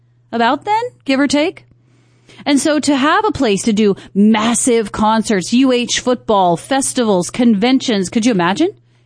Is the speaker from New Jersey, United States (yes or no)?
no; Makakilo, Hawaii, United States